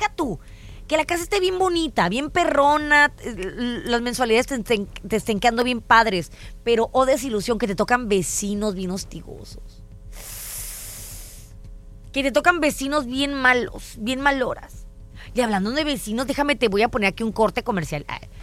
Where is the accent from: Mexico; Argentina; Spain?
Mexico; lo único que hacen es hacernos quedar mal como mexicanos, ¿no?